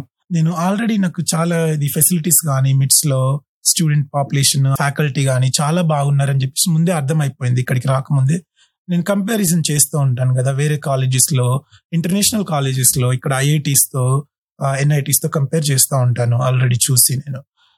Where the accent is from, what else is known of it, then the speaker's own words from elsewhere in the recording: Karimnagar, Telangana, India; moved away as an adult; also born or lived in Hyderabad; now in United States; నేను కరీంనగర్ నుంచి స్టార్టింగ్లో ఇక్కడ ఉస్మానియా యూనివర్సిటీలో బీటెక్ చేశాను 2008 నుండి 12 వరకు.